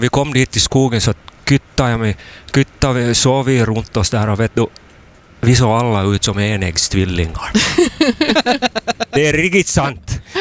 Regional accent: Uusimaa, Finland; accent: Hangö dialect; Min dialekt. Eller ska vi säga hangdialekten.

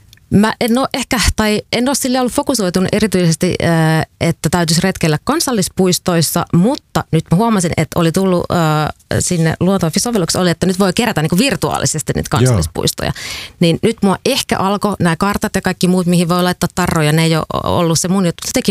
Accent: Nurmijärvi, Uusimaa, Finland; Nurmijärven Rajamäestä.

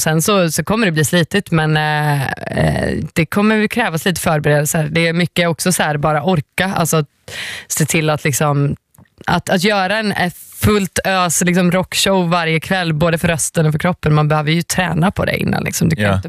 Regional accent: Finland; avsluta i Finland, liksom mitt hemland.

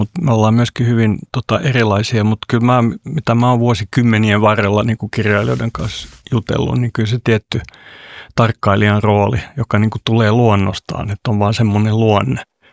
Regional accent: Helsinki, Uusimaa, Finland; first language Swedish; Finnish is a second language; tuonne 10-vuotiaaksi saakka niin vartuin kerrostalopihalla iso taloyhtiö Ulvilantiellä Munkkivuoressa raput A-sta F-ään 6 tai 7 kerrosta

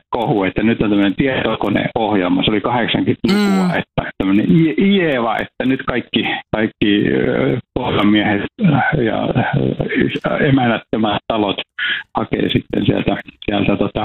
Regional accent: Iisalmi, Northern Savonia, Finland; mä oon syntynyt siellä Iisamme Peltosalmella ja mä oon ihan vauvana asunut samassa talossa.

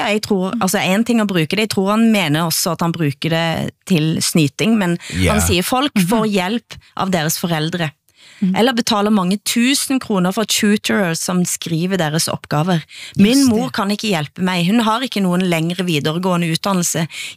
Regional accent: Erfjord, Rogaland, Norway; Borges og Erfjord, der jeg kommer fra

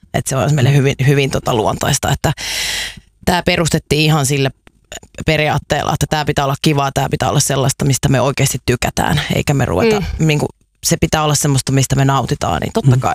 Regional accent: Kerava, Uusimaa, Finland; Me ollaan Keravalta, juh. Kyllä.

